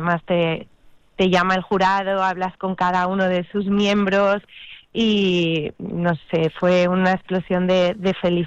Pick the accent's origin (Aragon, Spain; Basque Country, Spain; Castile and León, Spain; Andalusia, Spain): Aragon, Spain; Huesca; moved away as an adult; now in Barcelona, Spain; Huesca es mi raíz. Aragón en general, ¿no? Pero sobre todo el Alto Aragón, Huesca, Altozamontano. Me siento muy vinculada a mi tierra y fíjate que mis dos primeras novelas, a pesar de llevar más de 20 años aquí en Barcelona